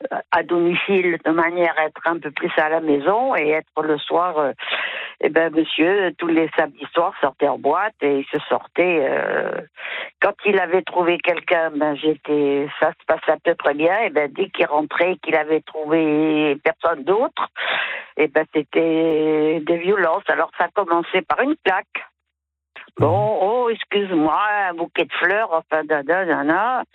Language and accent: French; Nouvelle-Aquitaine, France; Je suis originaire de Dordogne. Et c'est un petit village, pas très loin d'Hautefort, qui s'appelle La Bertrande.